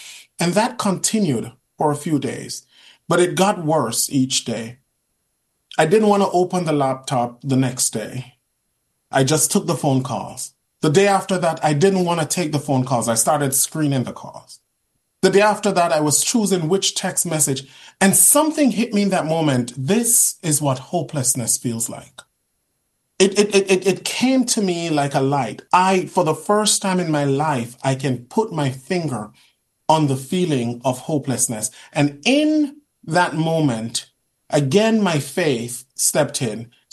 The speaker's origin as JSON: {"language": "English", "country": "Jamaica", "tie": "born or raised there", "said": "And I'm from Jamaica. Jamaica is rough. I came from a single mother's home."}